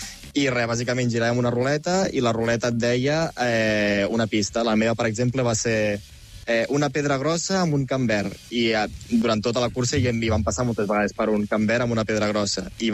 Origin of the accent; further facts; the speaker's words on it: Pira, Catalonia, Spain; a la piscina de Pira, del meu poble